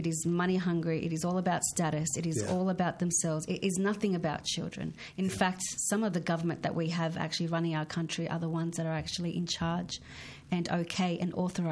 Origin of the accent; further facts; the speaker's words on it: Jordan; now in Australia; As I was born as an Australian citizen, and I consider this my home even though I'm from Jordan.